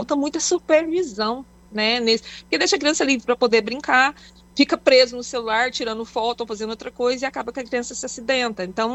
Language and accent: Portuguese; Tocantins, Brazil; Eu sou do Tocantins, aqui tem muito isso.